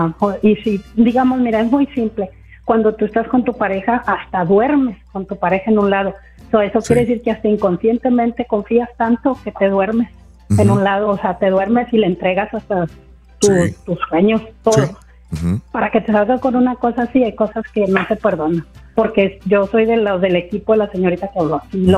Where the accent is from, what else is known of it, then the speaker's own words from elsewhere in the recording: Coahuila, Mexico; Es que soy del norte, soy de Coahuila.